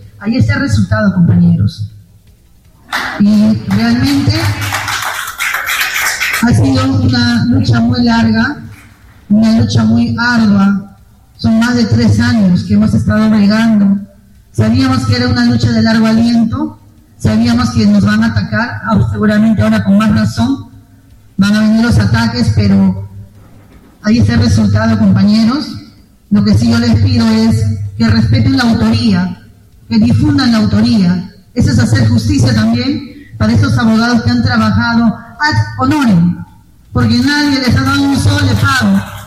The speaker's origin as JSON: {"language": "Spanish", "region": "Lima", "country": "Peru", "said": "porque soy de Lima"}